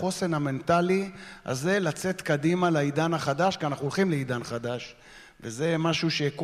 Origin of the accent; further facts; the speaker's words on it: Gaza Strip, Palestine; ואנחנו גדלנו ברצועת עזה. הם הצנחנים, אנחנו גולני.